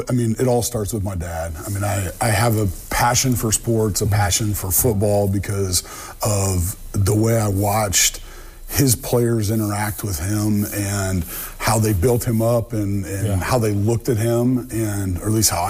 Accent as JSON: {"language": "English", "town": "Maumee", "region": "Ohio", "country": "United States", "tie": "born or raised there", "also_born_or_lived": "West Virginia", "said": "that's right where I grew up in Maumee."}